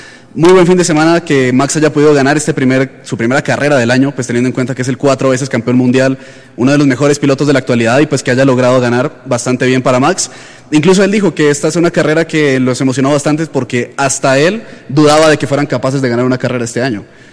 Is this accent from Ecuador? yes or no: yes; Ecuador